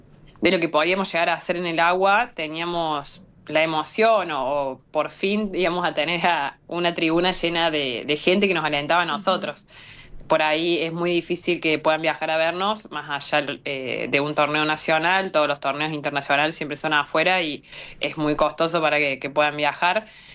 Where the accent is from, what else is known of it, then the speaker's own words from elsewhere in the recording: Río Cuarto, Córdoba, Argentina; yo soy de Río Cuarto, de Córdoba